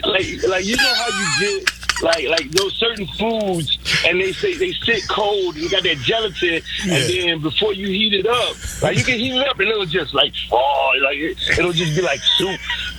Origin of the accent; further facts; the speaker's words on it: North Carolina, United States; I'm from North Carolina